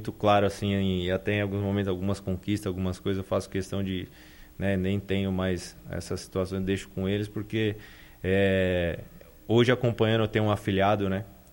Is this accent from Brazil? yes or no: yes; São Bernardo do Campo, São Paulo, Brazil; now in Santo André, Brazil; Sou de São Paulo, né? Na verdade, sou de São Bernardo, nasci em São Bernardo, mas hoje resido em Santo André.